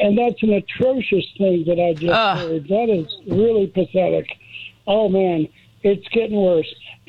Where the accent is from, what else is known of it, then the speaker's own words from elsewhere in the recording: Atlantic City, New Jersey, United States; when I was growing up, I'm from Atlantic City, New Jersey, and I guess rumors can spread in a little town. It was a little town back then. It still is, but then it got casinos.